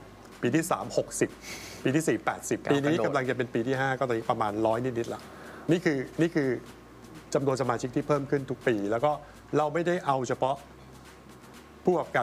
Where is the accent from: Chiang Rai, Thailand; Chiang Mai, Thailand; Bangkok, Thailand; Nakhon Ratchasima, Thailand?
Bangkok, Thailand; เราเป็นคนที่เกิดและโตที่นี่เป็นคนพื้นที่เนาะ